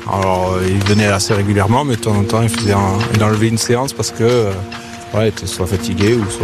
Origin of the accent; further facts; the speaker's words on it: Toulouse, Occitanie, France; je viens de Toulouse